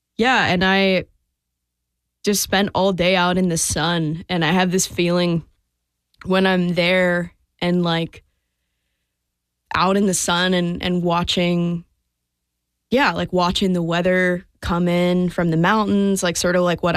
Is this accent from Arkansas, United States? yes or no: no; Colorado, United States; now in Nashville, United States; since I was a young kid growing up in Colorado